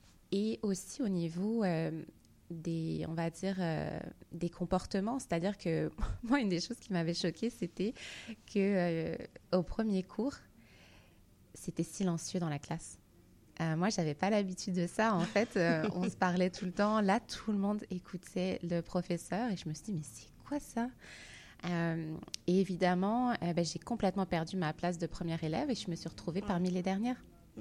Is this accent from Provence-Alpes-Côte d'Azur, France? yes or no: no; Paris, Île-de-France, France; now in Quebec, Canada; moi, je suis née en France, dans une banlieue à côté de Paris, et j'ai été à l'école primaire dans ce qu'on appelle une zone d'éducation prioritaire.